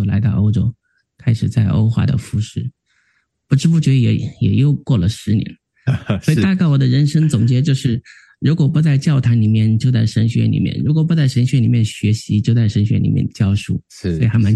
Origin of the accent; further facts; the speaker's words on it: Kunming, Yunnan, China; 在我的家乡云南昆明